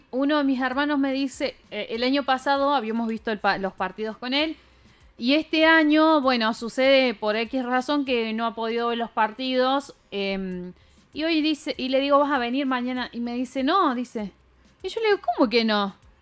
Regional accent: Argentina; somos como muy argentinos

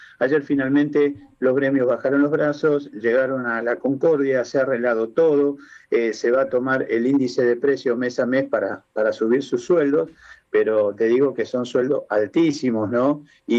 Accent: Argentina

